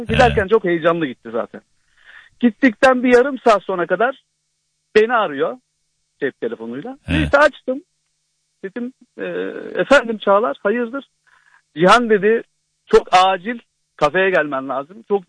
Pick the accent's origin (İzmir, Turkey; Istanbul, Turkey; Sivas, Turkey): Istanbul, Turkey; Avcılar; Bundan yaklaşık 20 sene kadar önce Avcılarlıyım ben. Avcılar'da oturuyoruz.